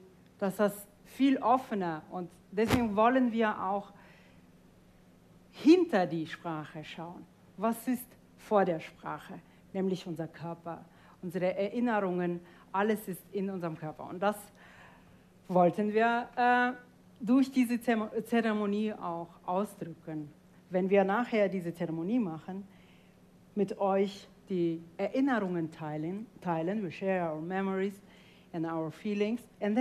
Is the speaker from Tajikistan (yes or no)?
yes; Tajikistan; first language Tajik; German is a second language; moved away; Dari, Tadschikisch. Das sind drei verschiedene Ethnolekte des Persischen und Russisch, weil ich in Tadschikistan geboren und aufgewachsen bin.